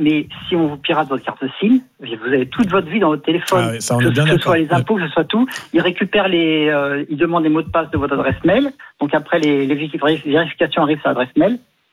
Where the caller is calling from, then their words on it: Saint-Maur-des-Fossés, Île-de-France, France; moi je suis à Saint-Maur